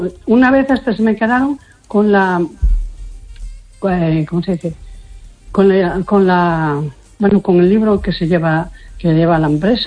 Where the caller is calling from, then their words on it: A Coruña, Galicia, Spain; de Coruña.